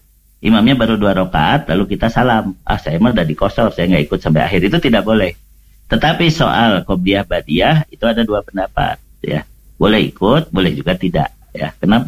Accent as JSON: {"language": "Indonesian", "town": "Bandung", "region": "West Java", "country": "Indonesia", "said": "Ada yang dari Makassar, dari Sumatera, ya, saya dari Bandung, ya."}